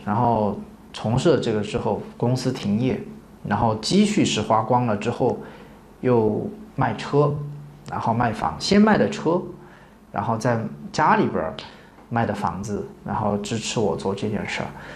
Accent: China; 我们中国人

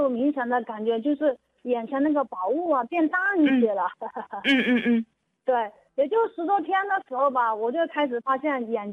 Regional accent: Nantong, Jiangsu, China; 我是南通的，今年才45呢

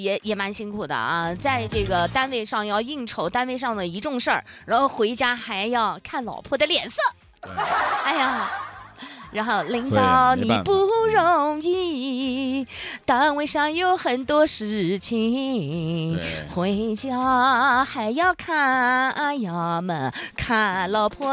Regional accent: Yunnan, China; 我云南的地区方言

